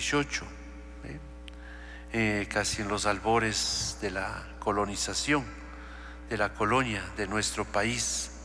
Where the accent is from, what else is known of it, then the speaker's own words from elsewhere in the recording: Ecuador; y en especial como iglesia ecuatoriana